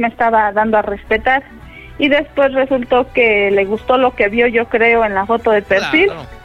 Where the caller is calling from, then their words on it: Chalco, State of Mexico, Mexico; De Chalco.